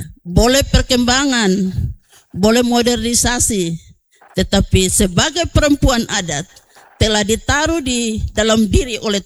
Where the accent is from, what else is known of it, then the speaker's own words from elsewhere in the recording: West Papua, Indonesia; kami di suku Doreri